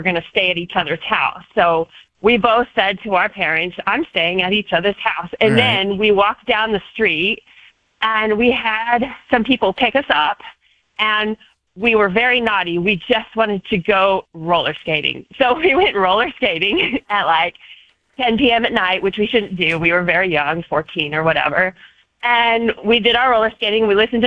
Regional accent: Idaho, United States; I'm from Idaho, but I lived overseas for a long time.

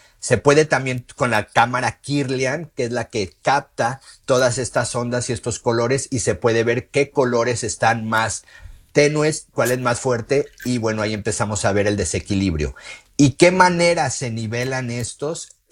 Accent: Mexico; en donde le llamamos la mollera, las personas que venimos de México, sí, ahí se encuentra el coronal.

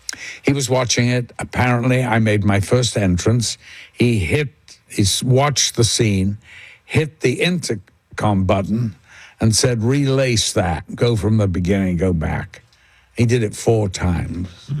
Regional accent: Liverpool, North West England, United Kingdom; I'm from Liverpool.

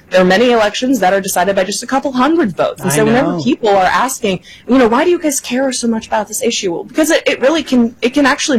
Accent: California, United States; moved away; I'm from California

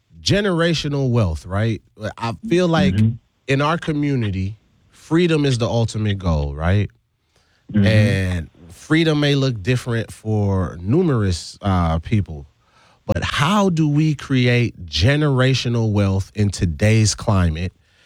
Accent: U.S. Virgin Islands; now in United States; I know I don't take it for granted being born and raised in the Virgin Islands and moving to Wisconsin weather.

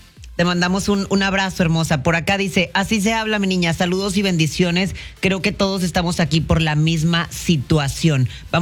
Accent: Mexico

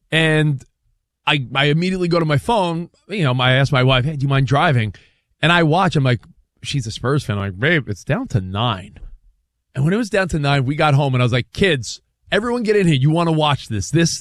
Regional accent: New York, United States; Listen, I thought the Knicks collapse had begun, and I'm a New Yorker.

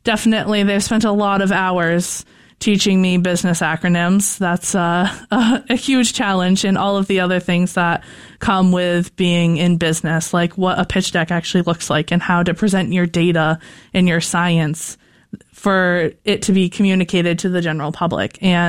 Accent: Rumford, Maine, United States; I'm a born and raised Mainer. I'm from Rumford, Maine. And I mean, Maine's home.

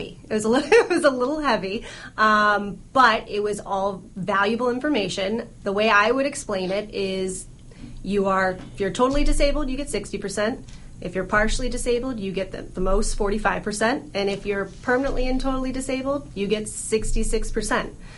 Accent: Reno, Nevada, United States; moved away as an adult; I'm actually originally from Reno, Nevada. I came out here for law school more than I'd like to admit, more than 15 years ago.

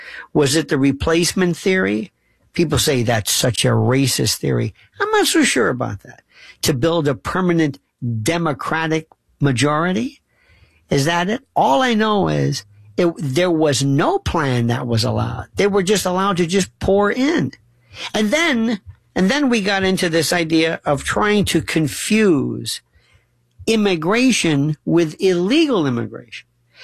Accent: Florida, United States; All I know is growing up, as far as I was, and I'm originally from Florida where we had Cubans in the Mariel boat lift in the 80s.

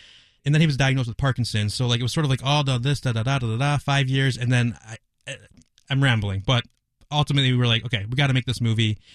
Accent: Ohio, United States; I grew up making movies in Ohio, went to grad school at AFI

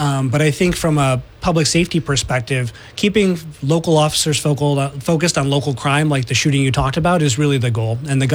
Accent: Syracuse, New York, United States; I'm from Syracuse, like we talked about a few minutes ago.

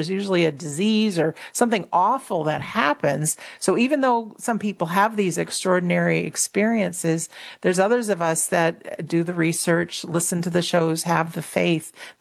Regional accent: Connecticut, United States; also born or lived in Minnesota; now in Rhode Island, United States; But I grew up in Connecticut, born in Minneso

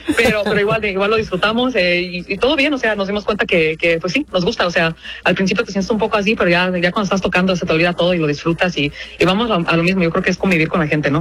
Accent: Chihuahua, Mexico; now in Chicago, United States; yo soy de Chihuahua.

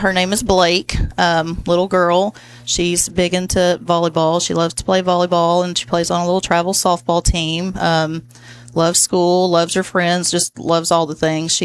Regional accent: Carthage, Texas, United States; moved away as an adult; also born or lived in Augusta, Georgia; Well, I went to school in Carthage, graduated from Carthage High School

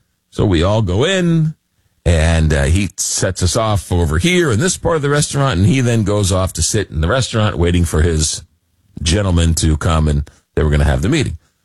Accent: Long Island, New York, United States; growing up in Long Island, New York, as kids, we would always go to the Hamptons.

